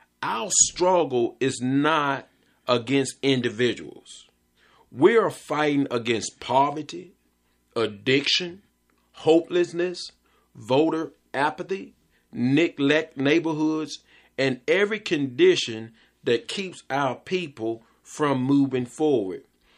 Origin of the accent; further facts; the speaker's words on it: Danville, Virginia, United States; I grew up with Felicia. We grew up in Cardinal Village.